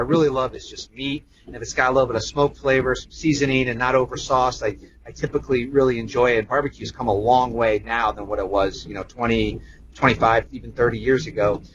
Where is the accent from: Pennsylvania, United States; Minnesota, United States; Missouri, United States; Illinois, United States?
Missouri, United States; St. Louis; I'm originally from Missouri. I'm 50 years old, originally from St. Louis, and I grew up in St. Louis eating barbecue